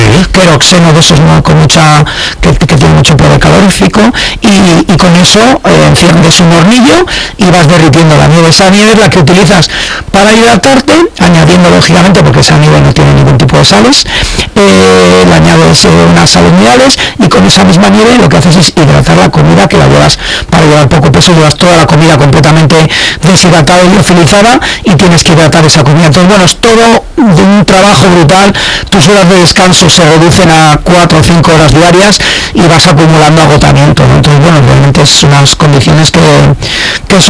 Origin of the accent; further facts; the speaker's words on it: Íscar, Castile and León, Spain; Soy castellano y ahí nos hacemos duros.